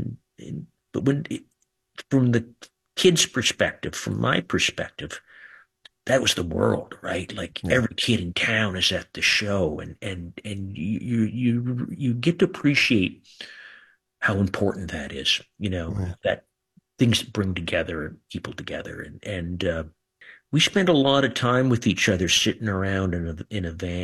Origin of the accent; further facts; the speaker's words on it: Kingston, Ontario, Canada; We're just guys from Kingston, Ontario.